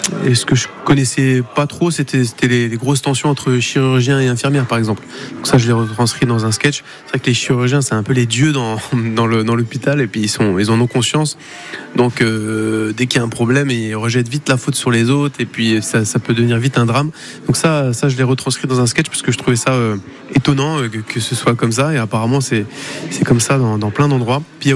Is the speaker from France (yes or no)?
yes; Grand Est, France; now in Longwy, France; je suis frontalier, maintenant je vis à Longwy depuis quelques années